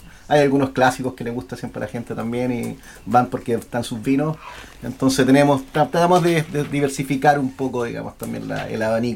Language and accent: Spanish; Chile